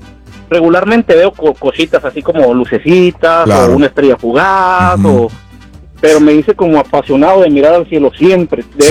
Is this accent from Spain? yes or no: no; Chihuahua, Mexico; Estábamos platicando un amigo y yo en Chihuahua, de allá de mi tierra